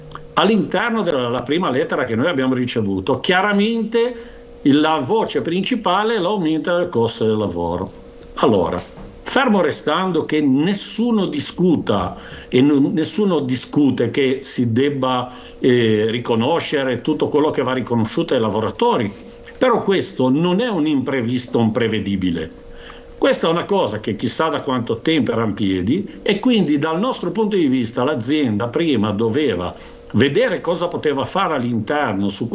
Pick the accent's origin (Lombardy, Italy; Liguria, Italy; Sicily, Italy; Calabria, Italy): Liguria, Italy; Torriglia; io ho 58 anni, quando ero ragazzino a Toriglia andavo a comprare il latte con la bottiglia